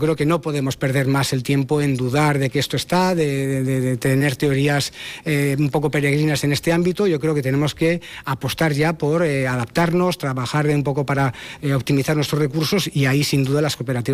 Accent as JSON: {"language": "Spanish", "region": "Navarre", "country": "Spain", "said": "Y eso es de reconocer en una tierra como Navarra, que es, todos somos de pueblo, todos venimos de las robadas"}